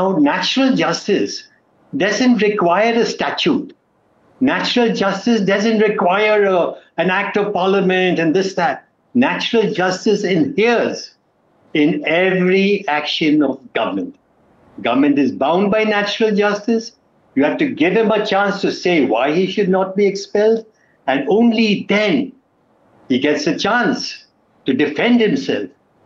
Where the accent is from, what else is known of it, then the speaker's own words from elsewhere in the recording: India; I can go to Paris, for example, as an Indian citizen and watch the Paris disturbances.